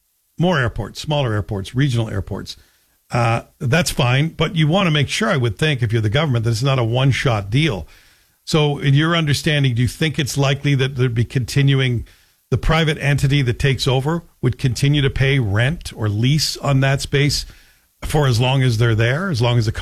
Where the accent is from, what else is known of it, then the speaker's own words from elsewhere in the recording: Canada; And as a passenger and as a Canadian, I'm in.